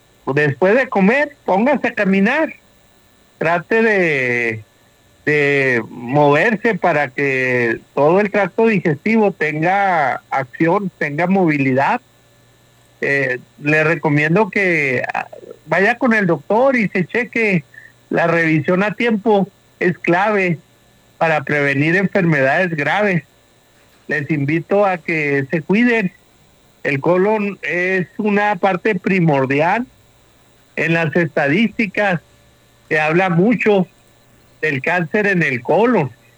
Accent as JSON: {"language": "Spanish", "country": "Mexico", "said": "A nosotros, como buenos mexicanos, nos gusta mucho comer el salchichón, la mortadela."}